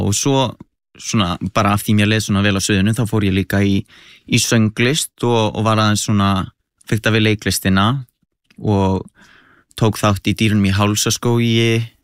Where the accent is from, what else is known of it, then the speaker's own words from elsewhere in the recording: Reykjavík, Capital Region, Iceland; Já, ég fættur á uppalinn í Grafavoginum.